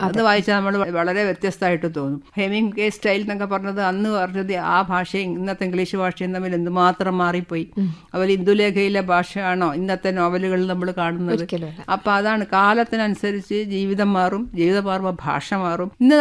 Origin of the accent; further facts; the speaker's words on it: Thalassery, Kerala, India; അതിപ്പോൾ ഞാൻ തലശ്ശേരി തിക്കോടിയൊക്കെയാണ് ജനിച്ചത് വളർന്നതെങ്കിൽ ഞാൻ മലപ്പുറം കണ്ണൂര് അങ്ങനെ ഓരോ ക്യാരക്ടേഴ്സിന്